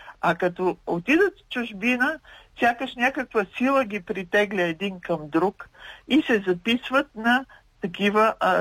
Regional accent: Pleven, Pleven Province, Bulgaria; Аз съм от Плевен.

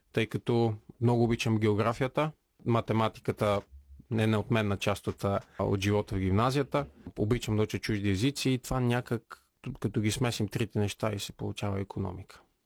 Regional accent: Veliko Tarnovo, Veliko Tarnovo Province, Bulgaria; moved away; Аз съм родом от Велико Търново, но рода на баща ми е от Видинско и по-точно от село Балей, където има много власи.

